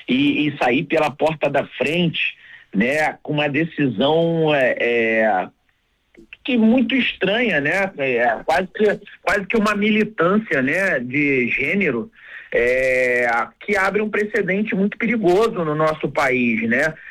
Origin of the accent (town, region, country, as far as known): Brazil